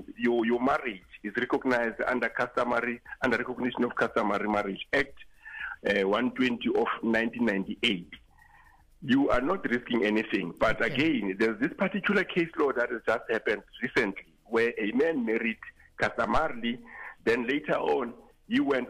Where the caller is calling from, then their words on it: Bloemfontein, Free State, South Africa; I'm based in Bloemfontein.